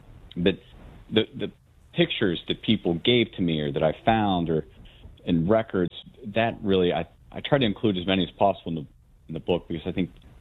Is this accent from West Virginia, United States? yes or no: yes; Wellsburg, West Virginia, United States; also born or lived in Weirton; No, I've lived in Wellsburg since I was 6. Prior to that, I grew up in Weirton, and I'm kind of the last generation. I'm 46.